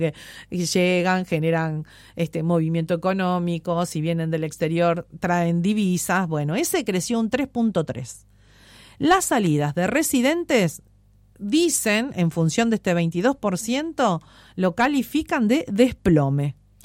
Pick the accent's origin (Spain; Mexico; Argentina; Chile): Argentina